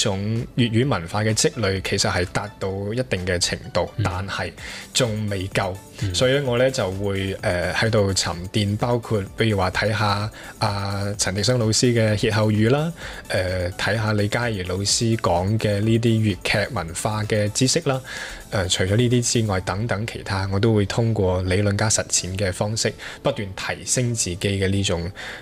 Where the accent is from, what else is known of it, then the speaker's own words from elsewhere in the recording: Guangdong, China; first language Cantonese; 我哋珠三角大湾区